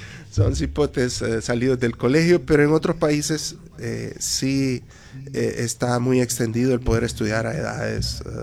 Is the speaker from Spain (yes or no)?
no; Honduras; Entonces tú tienes que hacer doble esfuerzo como hondureño, porque somos muy capaces, definitivamente que lo somos.